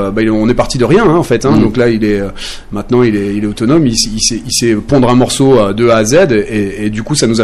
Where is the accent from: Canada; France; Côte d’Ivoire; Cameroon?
France; Nancy, Grand Est; moved away; Moi je suis Nancéen au départ.